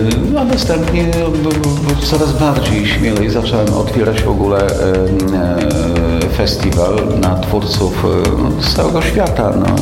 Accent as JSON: {"language": "Polish", "town": "Łomża", "region": "Podlaskie Voivodeship", "country": "Poland", "said": "Mówi, że jestem z Łomży"}